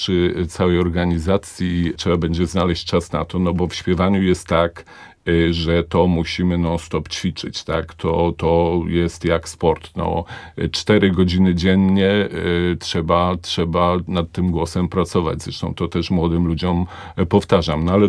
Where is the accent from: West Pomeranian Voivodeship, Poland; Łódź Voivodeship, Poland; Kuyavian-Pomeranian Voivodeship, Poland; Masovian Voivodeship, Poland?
Łódź Voivodeship, Poland; Łódź; born there; w naszym mieście, w moim ukochanym mieście, w którym się urodziłem.